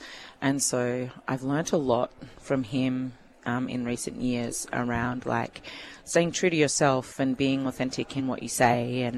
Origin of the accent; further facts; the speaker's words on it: Canberra, Australian Capital Territory, Australia; I grew up in Canberra, and so I was quite often the only brown person in the room